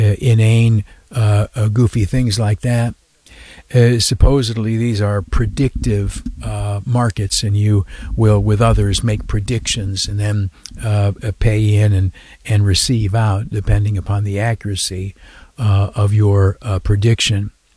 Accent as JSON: {"language": "English", "region": "New York", "country": "United States", "said": "I am a conservative Republican. I'm from the Southern Tier."}